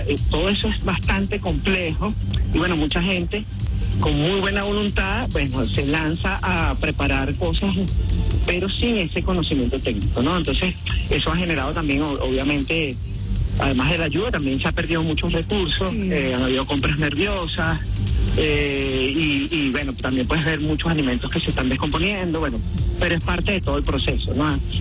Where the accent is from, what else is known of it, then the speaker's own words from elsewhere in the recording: Venezuela; y por supuesto también como venezolano, ¿no?